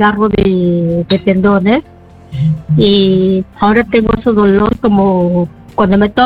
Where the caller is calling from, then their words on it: Ventanilla, Callao, Peru; De Ventanilla.